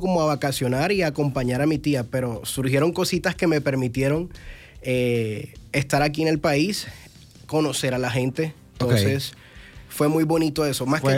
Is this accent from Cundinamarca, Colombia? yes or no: no; Barranquilla, Atlántico, Colombia; moved away as an adult; now in Zacatecoluca, El Salvador; yo soy de Curramba la Bella, de La Arenosa, de Barranquilla.